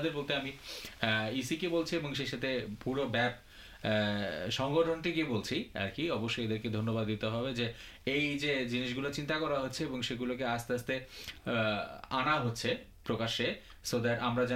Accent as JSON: {"language": "Bangla", "country": "Bangladesh", "moved": "yes", "said": "আমাকে যদি কেউ জিজ্ঞেস করতো যে তুমি কোথা থেকে এসছো, তখন অনেক সময় বাংলাদেশের নাম বললে অনেকে বুঝতো না"}